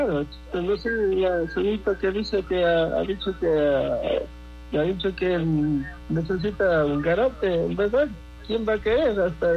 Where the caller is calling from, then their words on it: Cusubamba, Cotopaxi, Ecuador; soy de San José de Rubias.